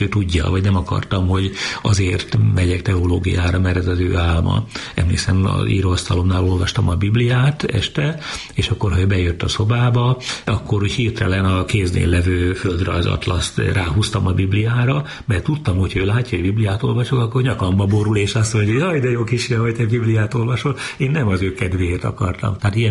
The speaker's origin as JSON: {"language": "Hungarian", "town": "Csögle", "region": "Veszprém County", "country": "Hungary", "tie": "born or raised there", "said": "Kezdában születtem, de akkor még bőven vidéken éltünk."}